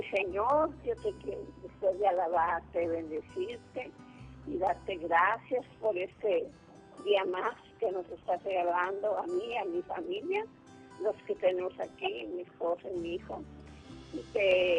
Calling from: Guasave, Sinaloa, Mexico; De Guasave, Sinaloa.

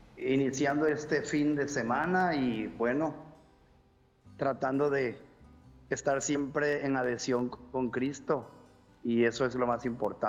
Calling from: Paraíso, Tabasco, Mexico; Le estoy llamando desde Paraíso, Tabasco.

